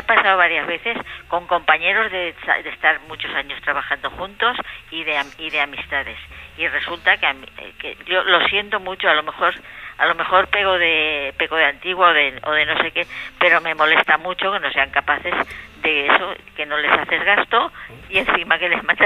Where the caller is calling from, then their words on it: Valencia, Valencian Community, Spain; Hola, estoy en Valencia.